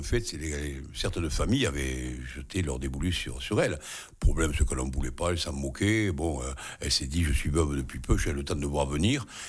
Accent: Béziers, Occitanie, France; moved away as an adult; now in Gajan, France; je ne suis pas natif de Gajan, mais moi je suis originaire de Béziers, de la région bitéroise, mais je suis arrivé à Gajan il y a 45 ans quasiment.

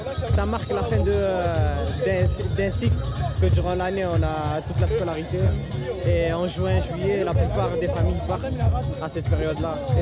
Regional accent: Spain; French is a second language; now in France; Ouais, ben moi je suis espagnol à la base, du coup je suis venu en France en 2015 et ils m'ont aidé aussi à apprendre la langue

